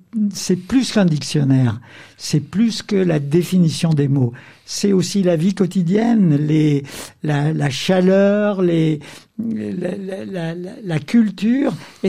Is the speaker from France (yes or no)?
yes; Saint-Étienne, Auvergne-Rhône-Alpes, France; accent: Stéphanois